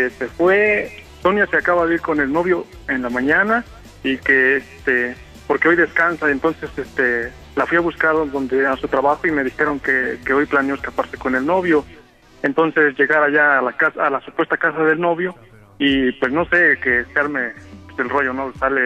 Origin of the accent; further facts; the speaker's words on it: Puebla, Mexico; Bueno, somos de Puebla, entonces vivimos en México y ella se vino apenas para acá.